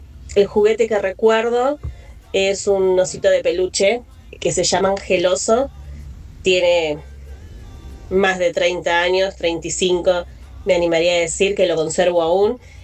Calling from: Villa Luzuriaga, Buenos Aires Province, Argentina; Hola Latina … de Villa Luz Uriaga.

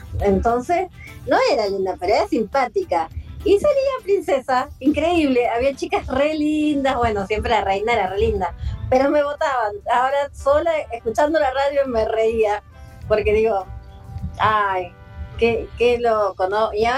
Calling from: José C. Paz, Buenos Aires Province, Argentina; de José Paz.

